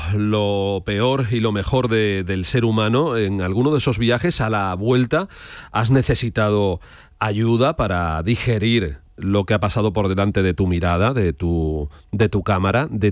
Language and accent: Spanish; Jerez de la Frontera, Andalusia, Spain; Jerez, que es mi tierra también, como sabéis.